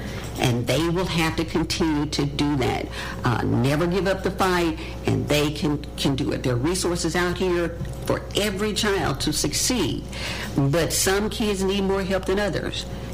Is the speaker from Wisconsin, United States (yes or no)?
no; Little Rock, Arkansas, United States; also born or lived in Hope; I am from Little Rock, yes.